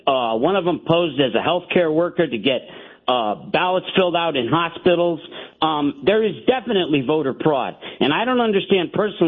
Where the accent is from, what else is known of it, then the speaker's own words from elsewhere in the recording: United States; I have a real driver's license. I can go and with a star up in the corner, and that proves I'm an American citizen, and I vote.